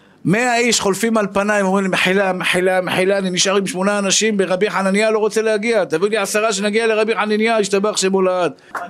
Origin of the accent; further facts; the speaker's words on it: Tel Aviv, Tel Aviv District, Israel; באתי משכונת התקווה